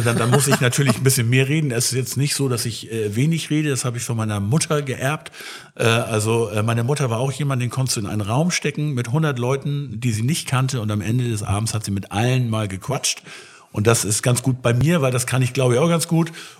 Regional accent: Northern Germany, Germany; Du kommst ja aus Frankfurt, ich komme ja aus dem Hohen Norden, aber ich bin ja in Hessen auch nicht ganz unbewandert.

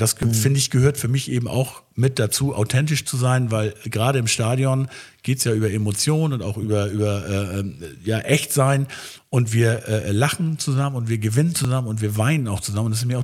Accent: Schleswig, Schleswig-Holstein, Germany; born or raised there

